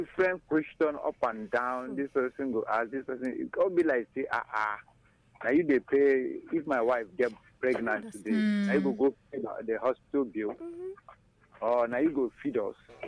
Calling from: Kano, Nigeria; I'm the fashion designer. I'm calling from Kano Naban.

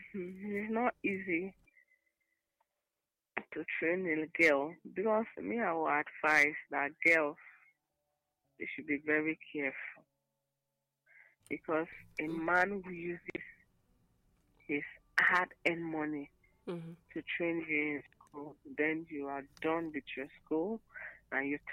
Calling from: Abuja, Federal Capital Territory, Nigeria; I'm from Abuja.

